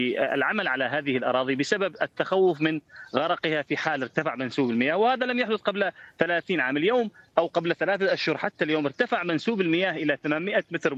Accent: Deir ez-Zor, Deir ez-Zor Governorate, Syria; عندنا في دير الزور

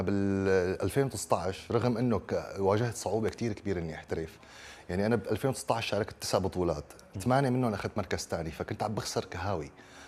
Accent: Syria; moved away as an adult; now in United Kingdom; إحنا كلاجئين سوريين لما وصلنا على أي بلد أوروبي بتبدأ من الصفر. أنا واحد بدأ من الصفر، يعني لما أبتدي من الصفر لغة ما عندي، الإنجليزي ما بحكي، ووصلنا لبلد غريبة علينا والثقافة تبعها غريبة

